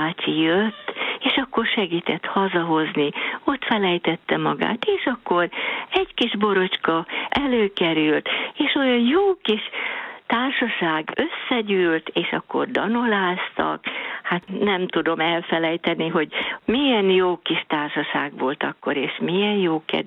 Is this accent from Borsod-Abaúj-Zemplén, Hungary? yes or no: no; Sáp, Hajdú-Bihar, Hungary; moved away; én Sápon nőttem fel, egy kis 1000 fő körüli kis faluba, és mikor férhez mentem be, egy új faluba, nem messze, egy olyan 13-15 kilométerre van Sáptól